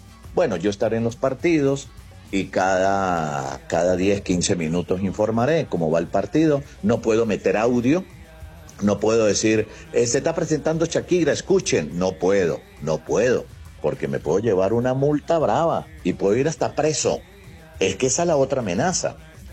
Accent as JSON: {"language": "Spanish", "country": "Venezuela", "said": "Somos muy criollos, de Lara para acá, de Barquisimeto para acá, de la zona del Llano para acá"}